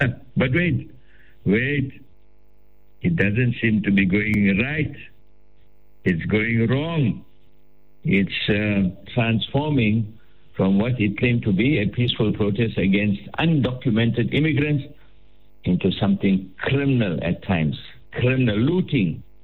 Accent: KwaZulu-Natal, South Africa; my hometown of Sheppey.

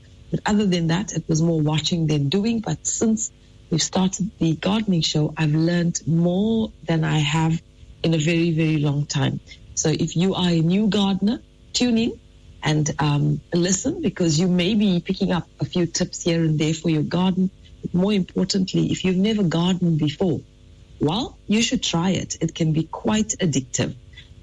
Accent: Pietermaritzburg, KwaZulu-Natal, South Africa; now in Durban, South Africa; I've grown up in Pietermaritzburg

